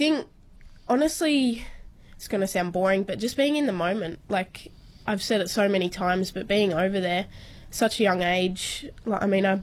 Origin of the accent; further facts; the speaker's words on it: Tamworth, New South Wales, Australia; So I'm originally from Tamworth, which they're very proud of their culture there as well.